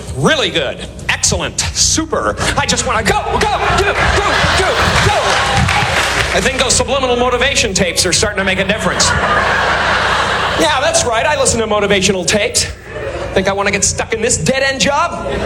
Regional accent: Canada; now in Los Angeles, United States; I grew up in Canada. Is there anybody here from Canada? Now, I used to get really upset when I told people where I came from down in Los Angeles

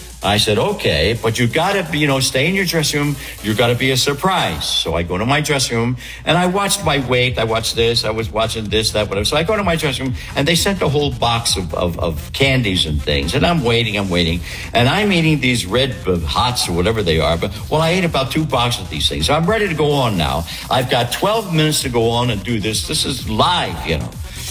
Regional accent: Philadelphia, Pennsylvania, United States; a kid that I grew up with in South Philly, a lot of Italian kids

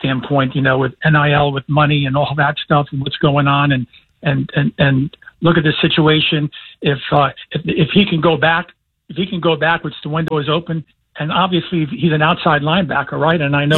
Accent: New York City, New York, United States; moved away; I grew up in New York City. I grew up in Jamaica, Queens, New York, right?

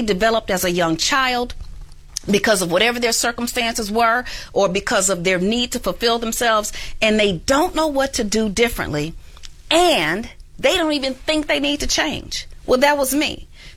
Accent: Chicago, Illinois, United States; I was born and raised in Chicago.

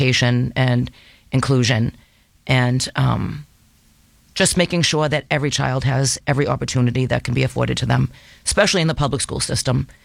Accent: Everett, Massachusetts, United States; I'm from Everett. My husband's from Malden. We grew up on the beach.

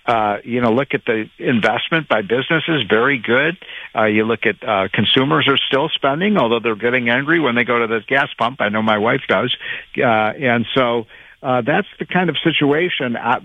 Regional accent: Chicago, Illinois, United States; I remember when I was a kid and my, 16 years old growing up in Chicago, and we'd get up in the February morning and be 5 degrees

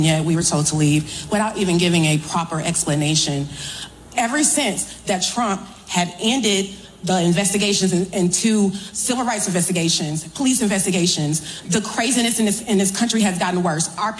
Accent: South Oakland, Pennsylvania, United States; I'm from South Oakland.

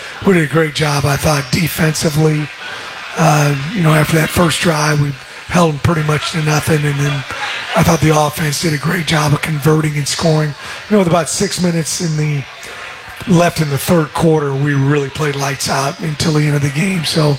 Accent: Kansas City, United States; I'm from Kansas City, so I kind of know a little bit about these places.

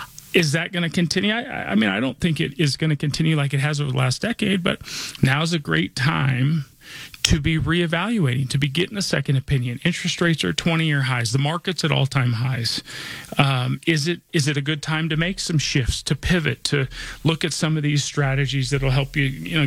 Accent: Denver, Colorado, United States; born or raised there

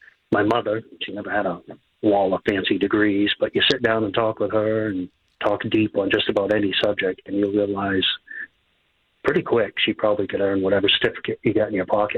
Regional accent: New Hampshire, United States; I'm just like you, born and bred here. I grew up mostly in the Lakes region early on, small towns, dirt roads and woods that taught me early.

